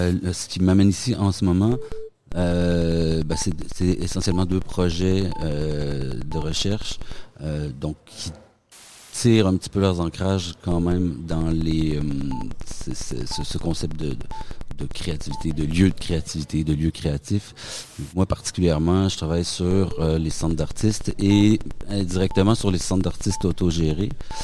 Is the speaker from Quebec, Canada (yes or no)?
yes; Montreal, Quebec, Canada; Figurez-vous donc, je suis Montréalais d'origine, okay. Québécois d'origine, donc en séjour à Nantes